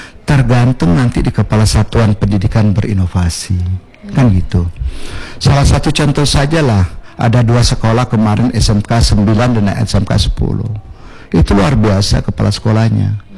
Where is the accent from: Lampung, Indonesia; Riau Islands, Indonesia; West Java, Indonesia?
Riau Islands, Indonesia; Batam; now in Batam Centre, Indonesia; saya orang Bengkong. Sampai sekarang belum saya urus nih. Masih KTP gua, KTP Bengkong gitu, kakak Bengkong. Padahal saya udah tinggal Batam Center.